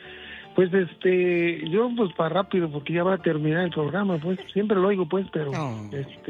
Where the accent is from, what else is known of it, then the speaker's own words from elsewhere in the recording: Oaxaca, Mexico; now in United States; Me vine de Oaxaca a México. Y de México para Mexicali nos venimos en tren